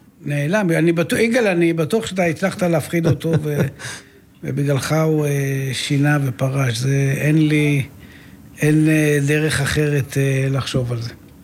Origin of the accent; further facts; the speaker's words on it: Jerusalem, Jerusalem District, Israel; תראה, אני כירושלמי ראיתי הרבה את מורוזוב בביתר